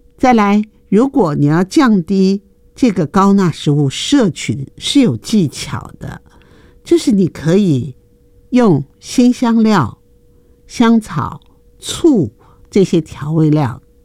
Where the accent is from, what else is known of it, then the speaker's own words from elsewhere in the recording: Taiwan; 的确，我们台湾人爱吃泡面已经是世界闻名啊